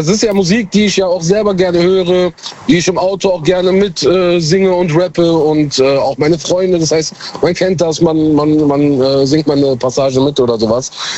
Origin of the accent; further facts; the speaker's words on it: Mönchengladbach, North Rhine-Westphalia, Germany; Ich komme aus Gladbach, Mönchengladbach.